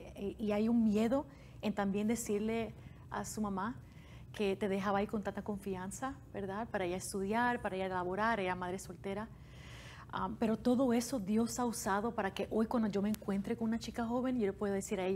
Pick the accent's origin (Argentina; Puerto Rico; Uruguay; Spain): Puerto Rico; born there; En Puerto Rico, donde yo nací.